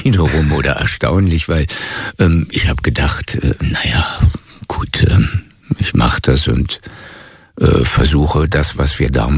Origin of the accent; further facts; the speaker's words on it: Wittenberge, Brandenburg, Germany; Also ich bin gebürtig aus Wittenberge, das ist Westprignitz im Land Brandenburg an der Elbe.